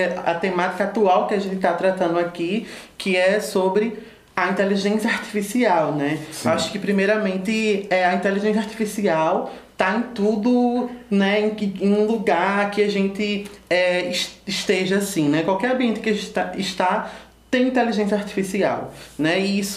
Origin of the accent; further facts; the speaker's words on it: Recife, Pernambuco, Brazil; primeiro eu sou do Ibura. Né? Ibura é um território da Zona Sul periférico